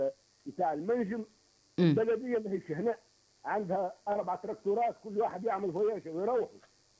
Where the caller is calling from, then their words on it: Oum El Araies, Gafsa Governorate, Tunisia; من العرايس.